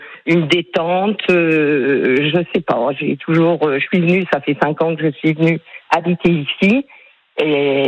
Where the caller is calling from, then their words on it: Le Grau-d'Agde, Occitanie, France; Oui, non, ben, j'habite au Gros. Donc, au Gros, je suis à 400 mètres.